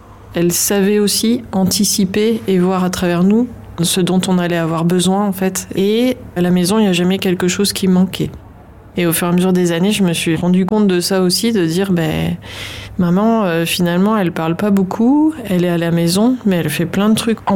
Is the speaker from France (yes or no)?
yes; Lille, Hauts-de-France, France; born there; now in Lambersart, France